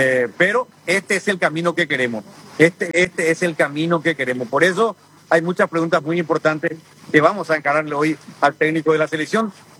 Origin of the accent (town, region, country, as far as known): Paraguay